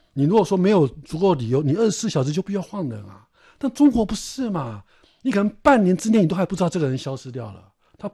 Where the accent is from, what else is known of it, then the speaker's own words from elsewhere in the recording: Taiwan; 它对我们台湾